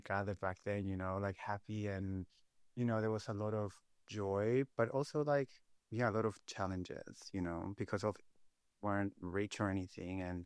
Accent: Los Andes, Valparaíso, Chile; now in Sydney, Australia; But so I was born in Chile. I was born in Los Andes, which is this Los Andes, if people aren't aware of, it's like a beautiful rail of mountains that run along Chile. And I was born there in a little town.

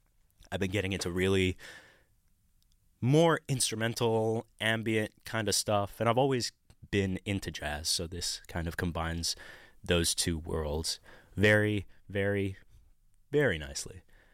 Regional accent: Cairo, Cairo Governorate, Egypt; now in Australia; my hometown of Cairo in Egypt.

